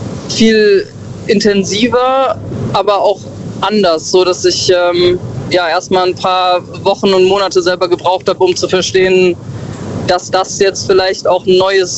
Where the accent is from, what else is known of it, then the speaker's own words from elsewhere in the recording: Bad Kreuznach, Rhineland-Palatinate, Germany; Ich komme ursprünglich aus der Ecke Bad Kreuznach.